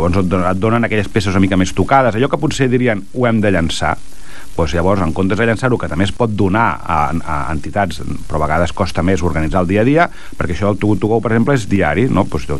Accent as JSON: {"language": "Catalan", "town": "Vilassar de Mar", "region": "Catalonia", "country": "Spain"}